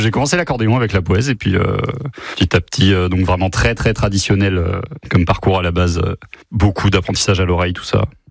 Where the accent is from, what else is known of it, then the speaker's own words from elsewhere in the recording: Fougères, Brittany, France; Le groupe, c'est vraiment Zoé et moi qui sommes d'origine de Fougères. Donc maintenant, tout le monde est un peu à droite, à gauche. Pierre et Zoé sont plus vers Nantes. Moi, je suis resté dans le coin de Fougères.